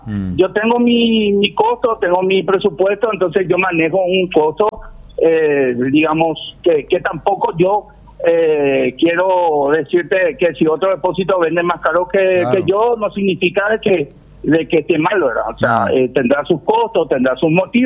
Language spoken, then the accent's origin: Spanish; Asunción, Paraguay; born there; now in Luque, Paraguay; Yo soy luqueño porque por adopción, nací en Asunción